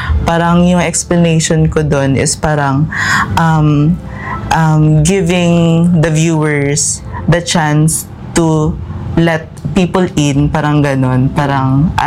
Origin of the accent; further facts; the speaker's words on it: Aklan, Philippines; I'm from Boracay. So growing up, I go to the beach